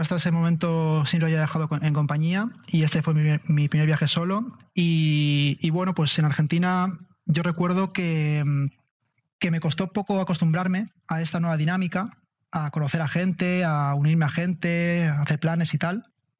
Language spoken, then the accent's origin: Spanish; Spain; siendo español con el pasaporte entras en todos los países sin visado